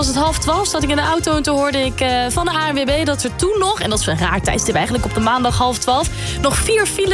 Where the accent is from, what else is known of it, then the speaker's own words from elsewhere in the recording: North Brabant, Netherlands; mede-Brabander Ronnie Balk, die zit daar nu ook.